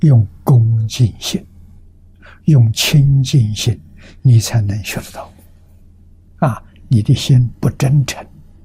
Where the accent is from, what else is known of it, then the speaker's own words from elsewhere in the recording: China; 我们中国人